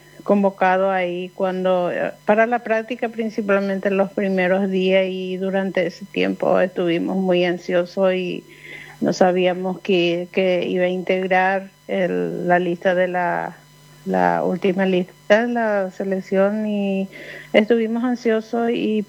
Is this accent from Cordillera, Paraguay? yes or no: no; San Pedro del Paraná, Itapúa, Paraguay; now in Edelira, Paraguay; Mi ciudad natal es San Pedro del Paraná, pero actualmente estoy en Edelira, distrito de Edelira, específicamente Pirapel.